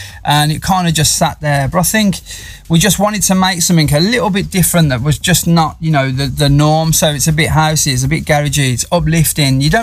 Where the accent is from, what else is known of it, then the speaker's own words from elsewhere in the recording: Birmingham, West Midlands, United Kingdom; myself and Cruz, again, we're both from Birmingham, that 0121 connection.